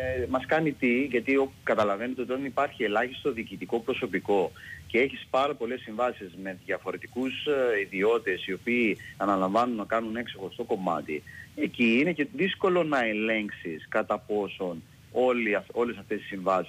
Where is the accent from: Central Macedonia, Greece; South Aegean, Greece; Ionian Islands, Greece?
South Aegean, Greece; Kefalos